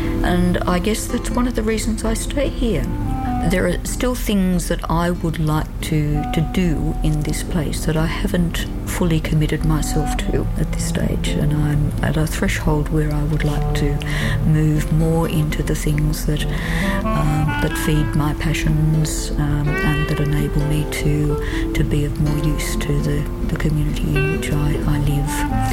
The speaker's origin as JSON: {"language": "English", "town": "Melbourne", "region": "Victoria", "country": "Australia", "tie": "born there", "also_born_or_lived": "Canberra", "moved": "as an adult", "lives_now": "Alice Springs, Australia", "said": "I was born in Melbourne and I came here in 1995, early 1995, to Alice Springs"}